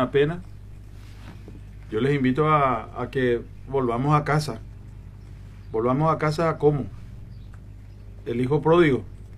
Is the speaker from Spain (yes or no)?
no; Paraguay; vos, yo y todos somos paraguayos.